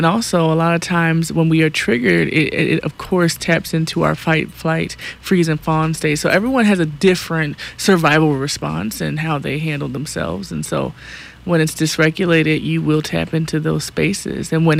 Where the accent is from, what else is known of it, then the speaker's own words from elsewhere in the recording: Philadelphia, Pennsylvania, United States; moved away as an adult; now in Kauai, United States; I am a sound activator and nervous system regulator. I'm originally from Philly, but have been on Kauai for about 2 months now